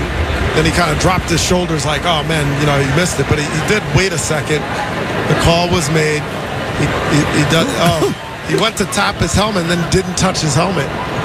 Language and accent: English; New Jersey, United States; And, you know, I grew up in New Jersey, so when he came over to the Yankees, he was very memorable.